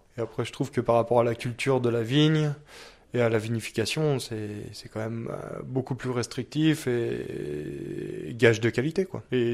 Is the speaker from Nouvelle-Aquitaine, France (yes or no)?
no; Angers, Pays de la Loire, France; moved away as an adult; also born or lived in Pic Saint-Loup; now in Aude, France; je viens d'Angers à la base, j'ai fait un BTS à viticulture œnologie à Saumur. Et je suis arrivé au Pic Saint-Loup après mon BTS, donc à 22 ans. Et je suis resté 7 ans là-bas